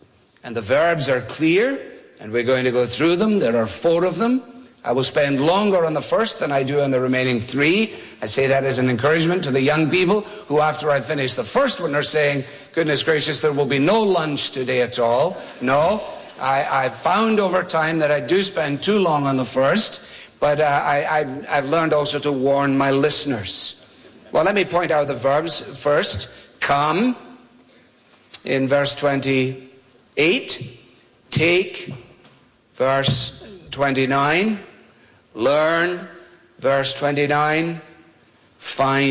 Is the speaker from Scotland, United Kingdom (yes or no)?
yes; Scotland, United Kingdom; And as a Scot, that was and remains a significant issue.